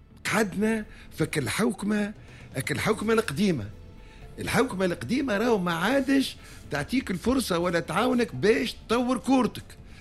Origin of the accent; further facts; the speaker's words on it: Tunisia; وحاجه اخرى انا مثلا تونسي خرجت منها اليوم مشيت للكلوب